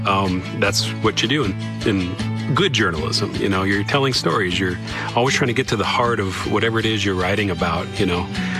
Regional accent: South Dakota, United States; now in Lincoln, Nebraska, United States; I grew up in South Dakota. I live now in Lincoln.

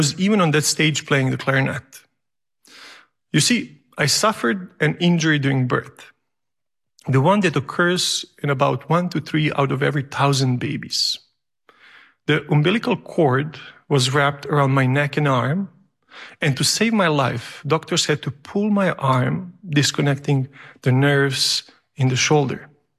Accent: Serbia; now in Boston, United States; I'm originally from Serbia. Now I'm Boston-based artist, teacher, and professional musician.

